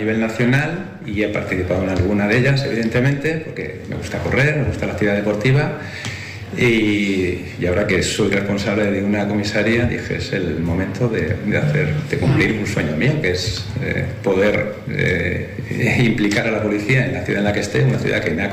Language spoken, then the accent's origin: Spanish; Madrid, Community of Madrid, Spain; Yo vengo de Madrid y llevo muchos años en la policía.